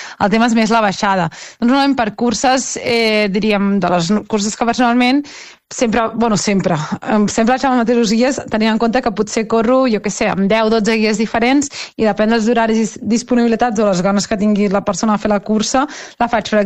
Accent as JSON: {"language": "Catalan", "town": "Vilassar de Mar", "region": "Catalonia", "country": "Spain"}